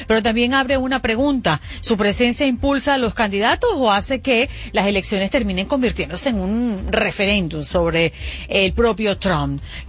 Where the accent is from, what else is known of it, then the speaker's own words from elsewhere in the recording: Venezuela; nuestro país, Venezuela